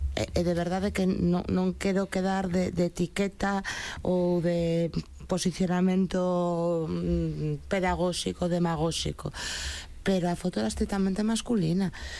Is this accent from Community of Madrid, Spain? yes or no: no; Galicia, Spain; home, que como galega ter ali a Borja Iglesias